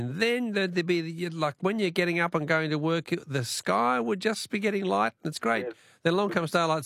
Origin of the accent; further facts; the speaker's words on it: Tasmania, Australia; I was, because I grew up in Tassie, as everyone knows, yeah.